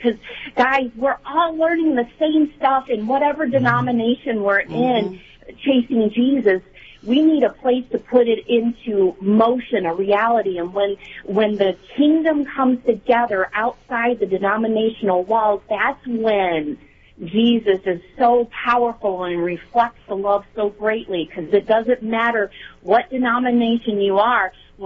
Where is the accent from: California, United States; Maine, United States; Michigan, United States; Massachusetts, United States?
Michigan, United States; Detroit; now in Lafayette, Alabama, United States; we're from Michigan, and I'm from Detroit myself.